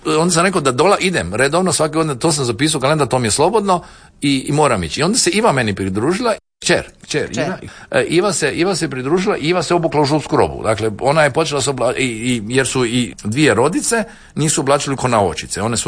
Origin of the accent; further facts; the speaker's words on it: Dubrovnik, Dubrovnik-Neretva County, Croatia; ja sam iz Dubrovnika, zašto sam rekao ne? Jer sam iz Dubrovnika pobjegao na Lopud, na otok